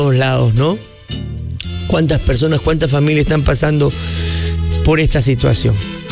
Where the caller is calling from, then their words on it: Villa El Salvador, Lima, Peru; de Villa El Salvador.